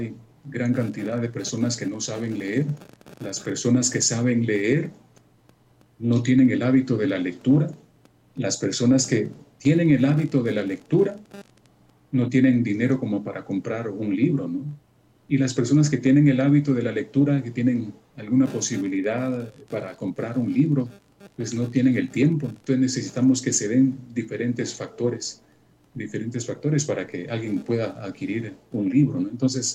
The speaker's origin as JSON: {"language": "Spanish", "town": "Amatitlán", "region": "Guatemala Department", "country": "Guatemala", "said": "yo, como soy de Amatitlán y tengo la buena parte de cuentos se desempeñan en Amatitlán, tenía ahí varias opciones."}